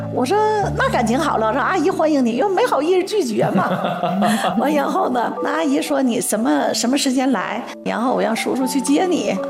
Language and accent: Chinese; Panjin, Liaoning, China; 我是来自辽宁盘锦60后的婆婆。